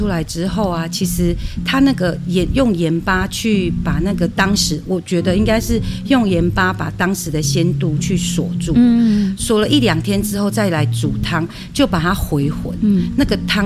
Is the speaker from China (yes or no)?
no; Taitung County, Taiwan; 我们从我们土生土长，我们吃了我们在地的野菜之后，你才会知道说德拉南土地的香气是怎么样。